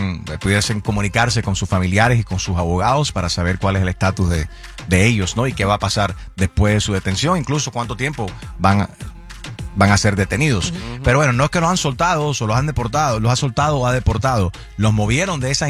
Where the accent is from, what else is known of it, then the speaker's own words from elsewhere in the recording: Pinar del Río, Cuba; born there; moved away; Nací en Pinar del Río, pero entonces a mí me llevaron...